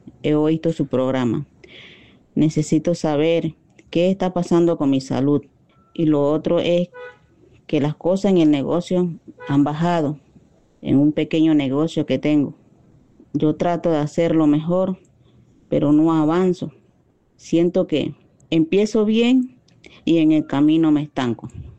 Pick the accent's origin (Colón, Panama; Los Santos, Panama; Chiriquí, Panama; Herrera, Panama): Colón, Panama; now in La Verbena, Panama; Soy de la Costa Abajo. Actualmente vivo en La Verbena, Colón.